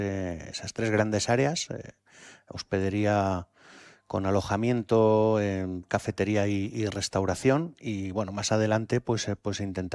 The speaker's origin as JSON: {"language": "Spanish", "town": "La Bañeza", "region": "Castile and León", "country": "Spain", "moved": "as an adult", "lives_now": "Extremadura, Spain", "said": "soy de León, de un pueblo que se llama"}